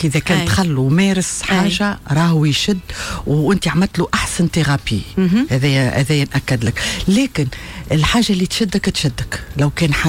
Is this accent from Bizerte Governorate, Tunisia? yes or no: no; Tataouine Governorate, Tunisia; انا من الجنوب مثلا انا من اصول من تطاوين ونعشق البحر ونعشق المدينه نتاع تونس ونحب الشمال